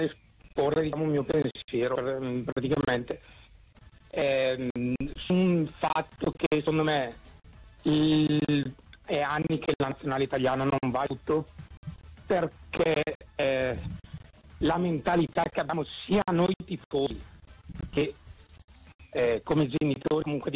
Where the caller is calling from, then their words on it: Bergamo, Lombardy, Italy; sono di Bergamo